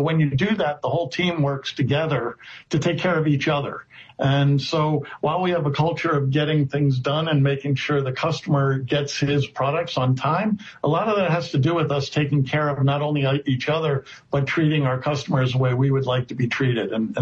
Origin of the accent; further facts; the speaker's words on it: Pennsylvania, United States; I'm from just outside of Philadelphia, Pennsylvania. I have one sister who's older, and I basically grew up in this area.